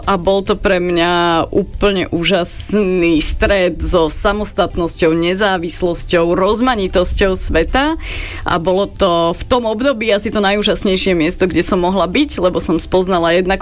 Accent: Bratislava, Bratislava Region, Slovakia; keď sme sa vrátili naspäť do Bratislavy. Vyrastala som potom už teda v Petržalke, čiže došla som do takej tej sivej betónovej džungle

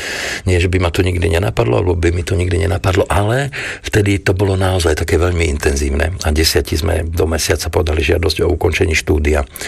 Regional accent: Hradec Králové, Hradec Králové Region, Czechia; now in Slovakia; ja som vyrastal v Hradci Králové, tam na letisku vlastne ma ocino brával a keď sa rozdelili republiky, tak ocina poprosili, aby prišiel sem

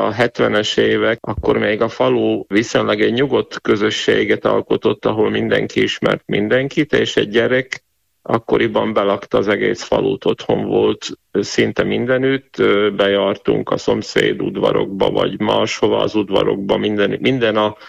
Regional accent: Banská Bystrica Region, Slovakia; Én Batkalban nevelkedtem, ez egy viszonylag kis falucska Gömörben, pontosabban a Balog völgyében, egy 6-700 lakosú falu tulajdonképpen a 20. század egész időszakában a Rimaszombat és Tornaja közötti országút mentén.

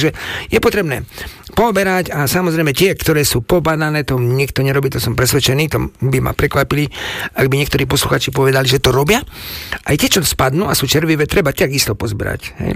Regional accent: Prešov, Prešov Region, Slovakia; u nás v Prešove na východe

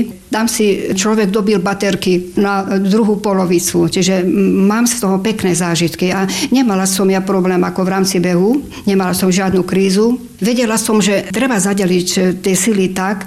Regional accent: Perín, Košice Region, Slovakia; now in Košice, Slovakia; ja pochádzam z Perína, je to dedinka, ktorá susedí so Seňou.

